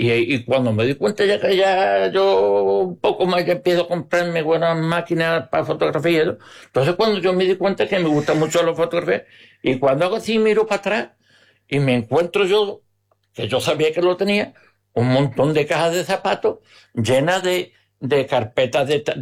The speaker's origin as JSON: {"language": "Spanish", "town": "Palma del Río", "region": "Andalusia", "country": "Spain", "tie": "born or raised there", "said": "Palma para mí es lo más grande. Después de mi pago de huerta, mi Palma de Río. Eso es que ¿Por qué? Porque en que yo nací aquí"}